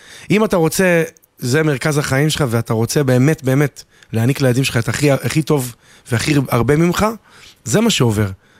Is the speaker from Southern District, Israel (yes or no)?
yes; Dimona, Southern District, Israel; כשנולדתי בדימונה